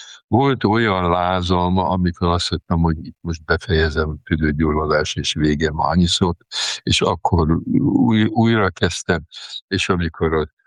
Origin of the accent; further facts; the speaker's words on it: Sopron, Győr-Moson-Sopron, Hungary; hát most soproni vagyok, egész életemben